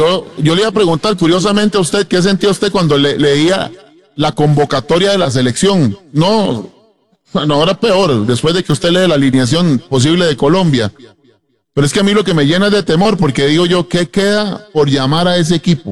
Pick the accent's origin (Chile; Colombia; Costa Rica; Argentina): Costa Rica; Yo como costarricense, lo que decía don Albán, lo que me encantaría es lo que dijo Pitusa